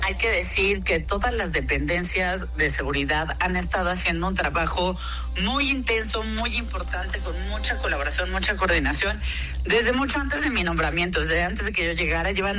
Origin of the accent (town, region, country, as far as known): Mexico